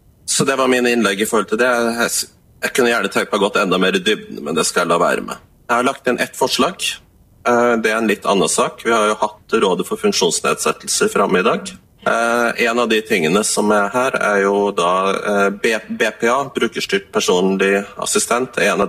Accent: Trøndelag, Norway; now in Finnmark, Norway; Jeg vokste opp i Trøndelag

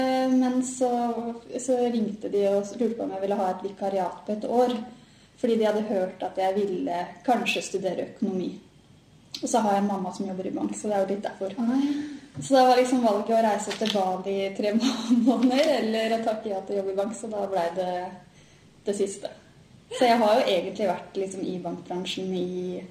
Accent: Buskerud, Norway; Født og oppvokst I Hallingdal, kan jeg jo si. For jeg jo bodd på Nes egentlig som I starten, og så har jeg vært på Gol de siste årene.

